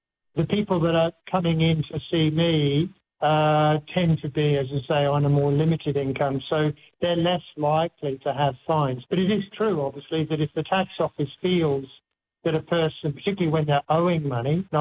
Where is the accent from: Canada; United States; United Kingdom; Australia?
Australia; as Australian citizens and therefore as taxpayers